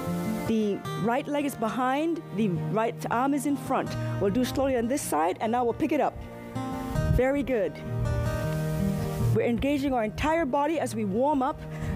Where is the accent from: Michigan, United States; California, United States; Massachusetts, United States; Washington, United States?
Massachusetts, United States; Boston; I am your host today … I'm a physician from Boston.